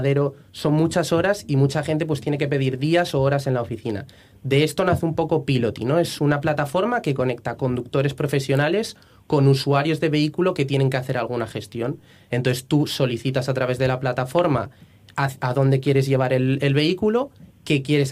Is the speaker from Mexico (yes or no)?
no; Asturias, Spain; moved away as an adult; now in Madrid, Spain; Yo soy asturiano, criado en Asturias hasta los 18 y luego me fui a estudiar a Madrid.